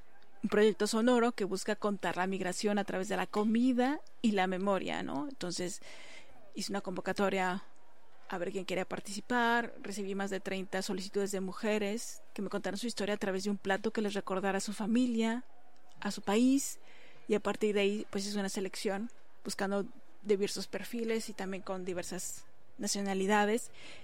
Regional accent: Mexico; now in Barcelona, Spain; Soy mexicana, vivo en Barcelona, España

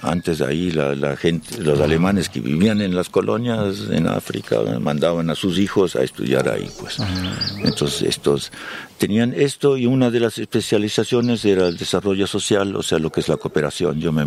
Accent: Argentina; also born or lived in Germany; con mi madre y mis dos hermanitas, que tenían 3 y 5 años, en el barco de regreso a Argentina, llegamos allá. Ahí crecí.

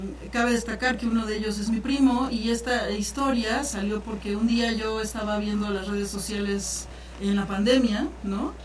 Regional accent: Puebla, Mexico; born there; yo nací aquí en Puebla, estudié cine en la UNAM

